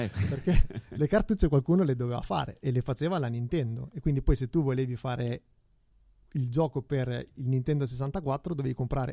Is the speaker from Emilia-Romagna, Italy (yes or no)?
yes; Santarcangelo di Romagna, Emilia-Romagna, Italy